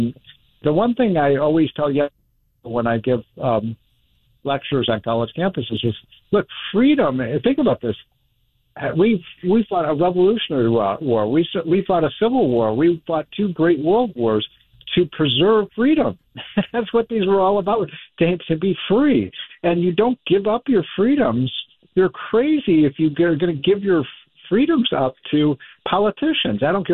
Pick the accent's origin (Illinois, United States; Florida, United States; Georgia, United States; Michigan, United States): Illinois, United States; Chicago; Chicago, my hometown.